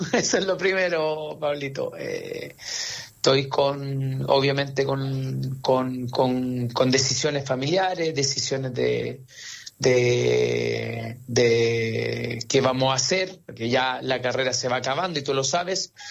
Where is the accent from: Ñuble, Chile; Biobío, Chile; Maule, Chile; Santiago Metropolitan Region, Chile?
Maule, Chile; Parral; yo vine a jugar por mi ciudad, por mi pueblo, por mi comuna